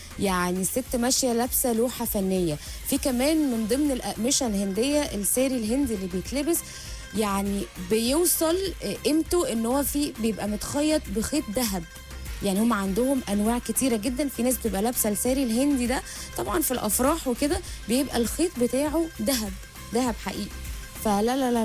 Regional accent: Egypt; اللي احنا بنتكلم فيه كمصريين

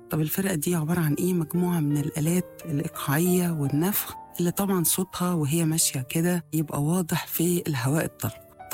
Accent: Egypt; بالنسبة لنا إحنا كمصريين

